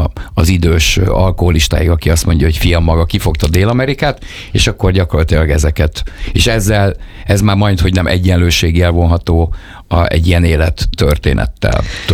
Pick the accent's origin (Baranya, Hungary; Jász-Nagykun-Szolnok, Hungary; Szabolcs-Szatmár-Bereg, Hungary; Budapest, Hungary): Budapest, Hungary; ahol a Belgrád rakpart, ahol egyébként nagyjából felnőttem, és akkor még ott laktam